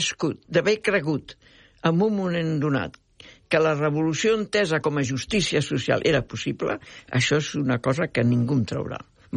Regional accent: France; En aquell moment era París, era França, jo vinc de França.

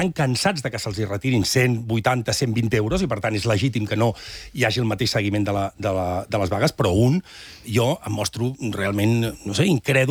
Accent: Catalonia, Spain; Sí, jo soc un ciutadà de Catalunya.

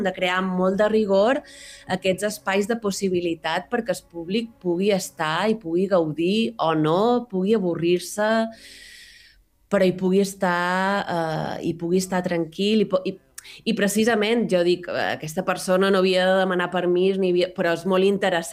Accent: Marratxí, Balearic Islands, Spain; Que és d'on som jo, uh-huh. Sí.

